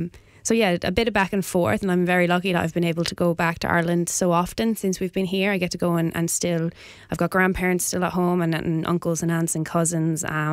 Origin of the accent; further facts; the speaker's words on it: Australia; now in Melbourne, Australia; I'm very proud to be both Australian, yeah, and Irish, and you know, and I am Australian, and I also call myself Irish